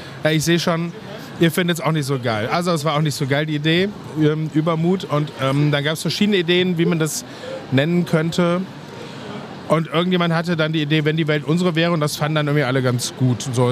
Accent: Leverkusen, North Rhine-Westphalia, Germany; 51 Jahre, ich komme aus Leverkusen, das ist eine kleine hässliche Stadt in Nordrhein-Westfalen

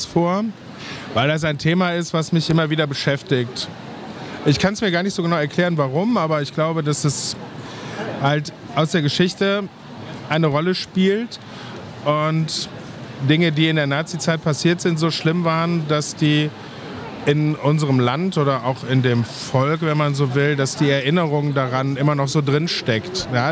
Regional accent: Leverkusen, North Rhine-Westphalia, Germany; 51 Jahre, ich komme aus Leverkusen, das ist eine kleine hässliche Stadt in Nordrhein-Westfalen

